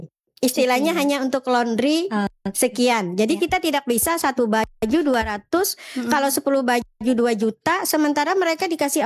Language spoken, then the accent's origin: Indonesian; South Kalimantan, Indonesia; Kita dari Hulu Sungai.